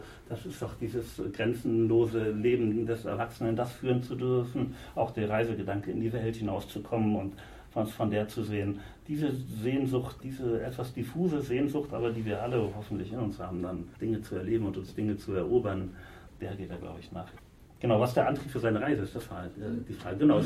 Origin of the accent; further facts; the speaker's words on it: Northern Germany, Germany; Als Norddeutscher ist das immer so ein bisschen schwierig.